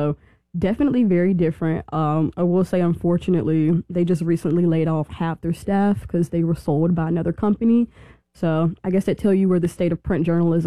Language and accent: English; Raleigh, North Carolina, United States; also born or lived in Chattanooga, Tennessee; Yeah, I'm actually from Raleigh, North Carolina.